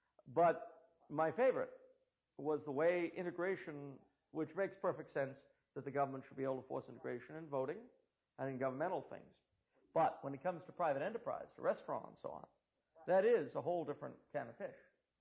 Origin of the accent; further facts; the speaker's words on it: United States; I could tell you why as a Catholic, but I can't tell you why as an American.